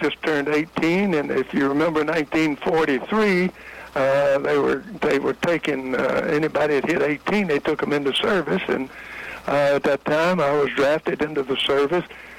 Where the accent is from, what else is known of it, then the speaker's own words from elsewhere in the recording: Florence, Alabama, United States; moved away as an adult; I was born in Florence, Alabama, 1924, in the country, out in the country.